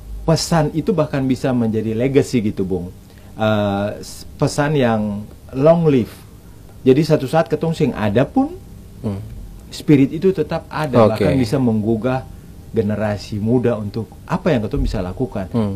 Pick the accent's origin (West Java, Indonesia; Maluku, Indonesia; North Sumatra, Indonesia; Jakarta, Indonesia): Maluku, Indonesia; Tetapi sebagai orang Maluku yang mestinya punya identitas